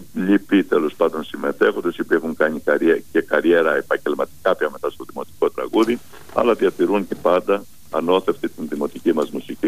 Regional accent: Lagkadia, Peloponnese, Greece; από τα Λαγκάδια, που είναι και το χωριό μου βέβαια εμένα, γιατί είμαι και δίπλα των Λαγκαδίων παλιότερα.

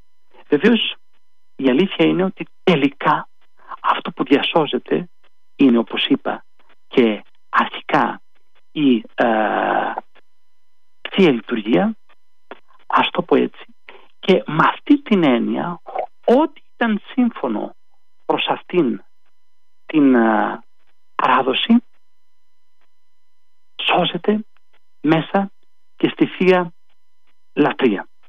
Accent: Athens, Attica, Greece; καθότι μεγάλωσα στην Αθήνα, στην οδό Βατάτζη

